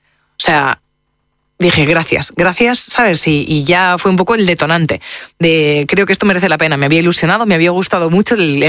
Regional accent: Spain

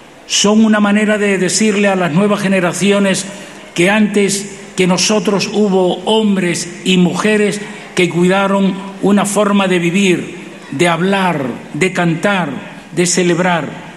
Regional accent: Canary Islands, Spain

